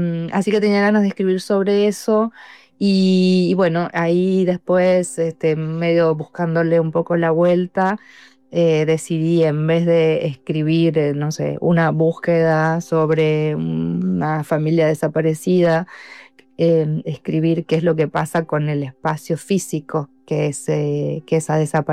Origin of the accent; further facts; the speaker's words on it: Argentina; moved away as an adult; now in Buenos Aires, Argentina; Hace muchos años ahora que vivo en Buenos Aires, pero bueno, crecí en el interior de Argentina, donde el paisaje está muy próximo, donde la experiencia con el paisaje es cotidiana.